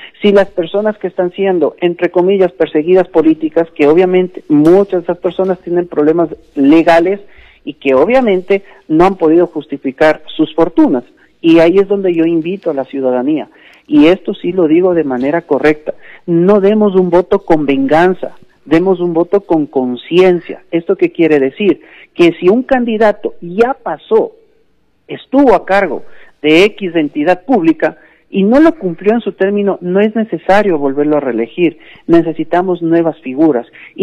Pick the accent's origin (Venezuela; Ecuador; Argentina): Ecuador; nosotros como ecuatorianos